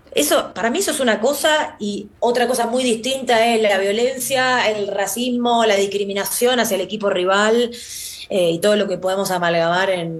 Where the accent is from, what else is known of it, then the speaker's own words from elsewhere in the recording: Argentina; Nos ha pasado a nosotros también, como argentinos, ir a Brasil